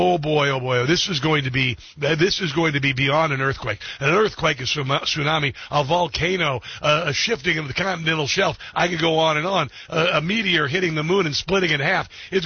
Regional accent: Iowa, United States; My home state of Iowa is going to become the new Pittsburgh.

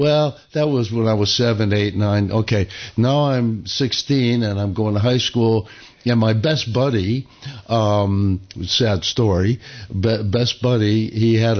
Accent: Middletown, Connecticut, United States; I was brought up in Connecticut, Middletown, Connecticut, and my dad was from Holland, family of nine

